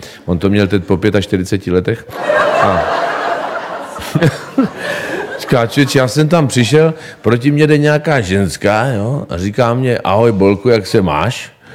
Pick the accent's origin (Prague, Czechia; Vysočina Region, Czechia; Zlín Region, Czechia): Vysočina Region, Czechia; Třebíč; jeli po Třebíči po mém rodném městě